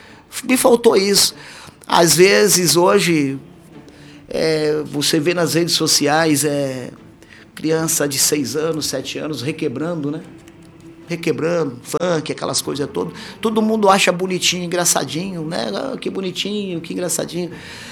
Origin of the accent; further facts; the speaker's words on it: São Paulo, Brazil; Eu sou de São Paulo